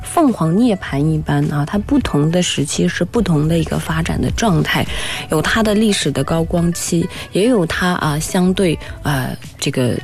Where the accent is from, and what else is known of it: China